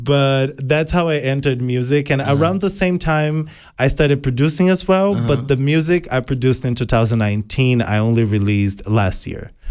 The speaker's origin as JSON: {"language": "English", "town": "Jundiaí", "region": "São Paulo", "country": "Brazil", "tie": "born or raised there", "moved": "yes", "said": "in my hometown in Brazil, in Jundiaí."}